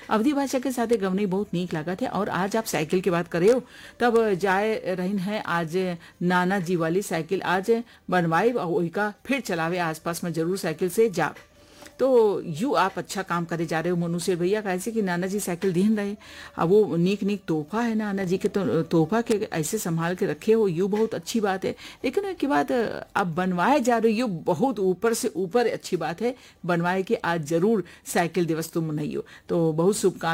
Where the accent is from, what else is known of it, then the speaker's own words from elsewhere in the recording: Katra, Uttar Pradesh, India; कटरा बारामंकी का रहने वाला हूँ